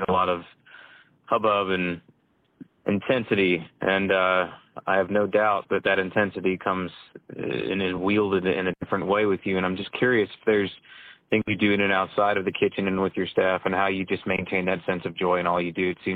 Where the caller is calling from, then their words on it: Chicago, Illinois, United States; I'm calling in from Chicago myself.